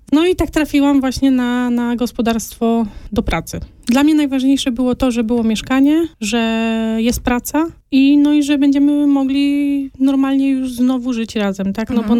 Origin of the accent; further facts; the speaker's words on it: Toruń, Kuyavian-Pomeranian Voivodeship, Poland; Jestem z wykształcenia florystą. Jestem z Torunia. Prowadziłam rok, półtora swoją kwiaciarnię w Toruniu.